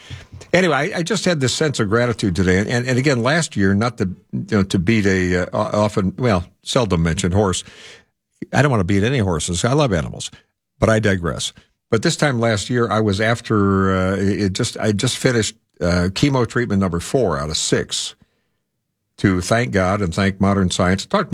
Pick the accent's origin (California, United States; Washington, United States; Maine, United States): California, United States; San Diego; born there; when I came here in 76, as in 1976, not 1876, thank you